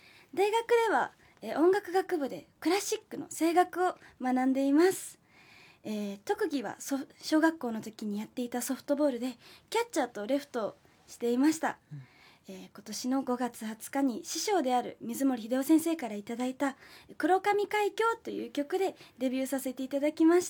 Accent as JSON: {"language": "Japanese", "town": "Kitakyushu", "region": "Fukuoka", "country": "Japan", "tie": "born or raised there", "said": "私は福岡県の北九州市出身で、現在20歳の現役大学生演歌歌手としてデビューさせていただきました。"}